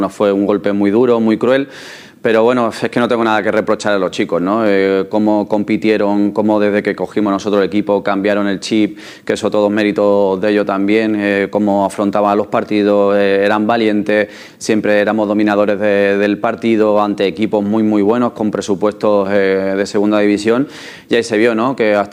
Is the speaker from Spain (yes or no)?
yes; Barcelona, Catalonia, Spain; Yo que soy de Barcelona, allí es una pasada los béticos que hay allí.